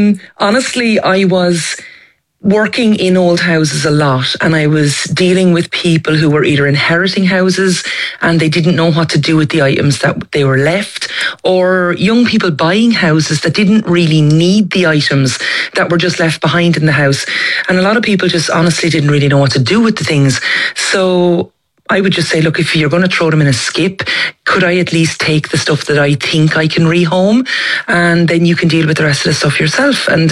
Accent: Carnew, Leinster, Ireland; And it's in my hometown of Carnew in County Wicklow.

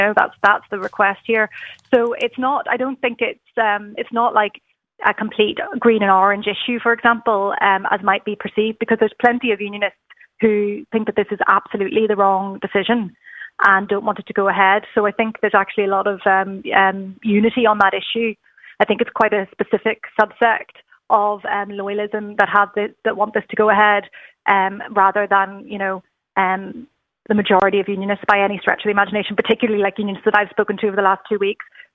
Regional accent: Belfast, Northern Ireland, United Kingdom; moved away; I'm from Belfast originally

